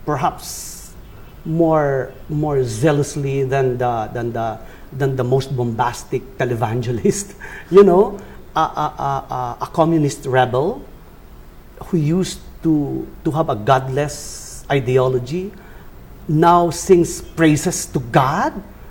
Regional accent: Angono, Calabarzon, Philippines; I come from Angono, Rizal, which is miles and miles away from Makati, where we are right now.

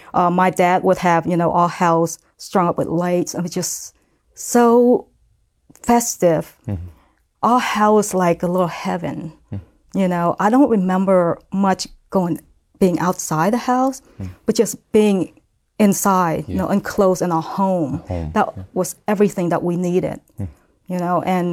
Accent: Phnom Penh, Cambodia; moved away; I was born in Cambodia. Hmm. I'm the youngest of 10 children in the family. I was around 4 or 5 years old. Hmm. As I recall, you know, living in our home in Phnom Penh, Cambodia

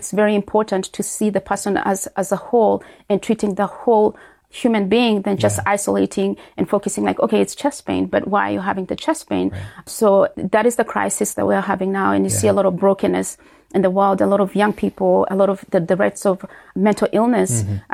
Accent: Uganda; moved away; we grew up in Uganda

